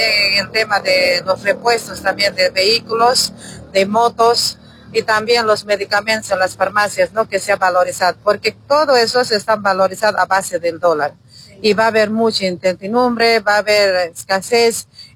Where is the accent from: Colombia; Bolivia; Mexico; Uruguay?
Bolivia